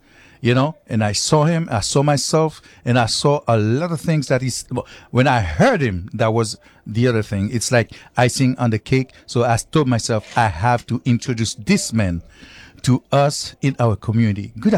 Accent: Haiti; moved away; Where I am now, even though I was born and raised in Haiti, this is my place.

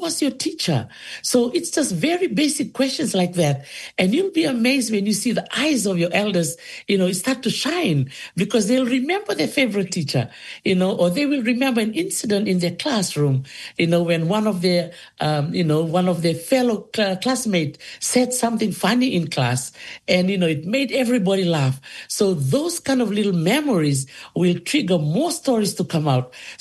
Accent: Dholisuva, Central Division, Fiji; also born or lived in Kadavu; young girl in Dholisuva village in the province of Naitasiri. That's where I was raised. Even though I'm originally from Kandavu

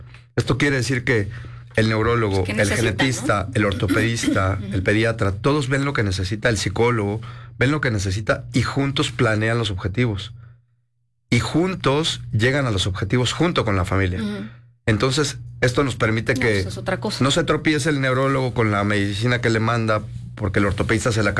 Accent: Mexico; seguir siendo un ejemplo como mexicanos de algo que hacemos muy bien.

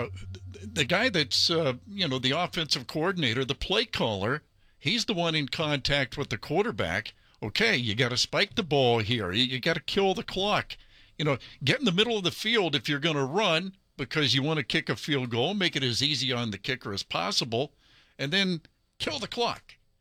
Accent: Ohio, United States; I'm from Ohio, so I have to root for Ohio State.

